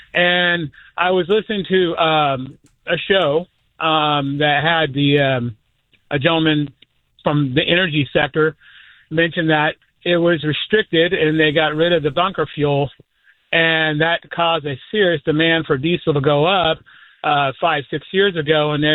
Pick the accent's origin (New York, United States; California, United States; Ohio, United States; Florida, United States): California, United States; Sacramento; now in Duluth, United States; I grew up in Sacramento